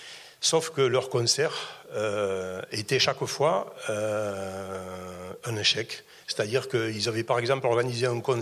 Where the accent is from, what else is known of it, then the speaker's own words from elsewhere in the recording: Carmaux, Occitanie, France; j'étais surpris quand je venais passer quelques week-ends ici dans la région, puisque c'est ma région d'origine ici